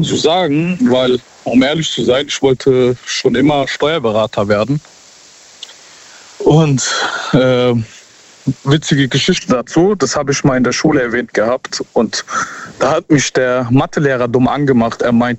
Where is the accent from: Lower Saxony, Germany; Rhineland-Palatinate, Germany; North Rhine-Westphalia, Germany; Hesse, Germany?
Hesse, Germany; Seeheim-Jugenheim; Ich bin aus Seeheim.